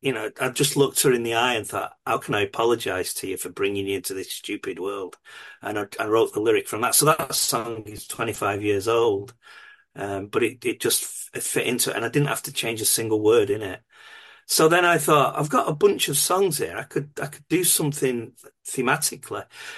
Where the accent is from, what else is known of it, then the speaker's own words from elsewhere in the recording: Swinton, North West England, United Kingdom; I grew up in Swinton, which is t'other side of Manchester to where we are